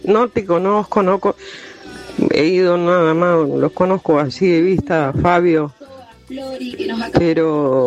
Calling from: Morón, Buenos Aires Province, Argentina

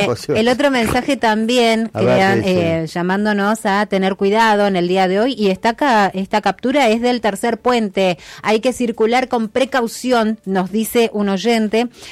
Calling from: San Antonio Oeste, Río Negro, Argentina; Desde San Antonio Oeste.

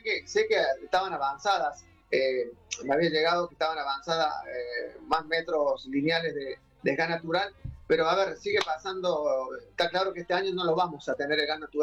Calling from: Ballester, Argentina; a todos los ballesterenses

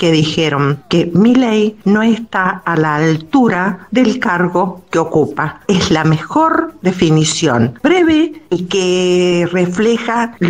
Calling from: Mendoza, Argentina; de Mendoza.

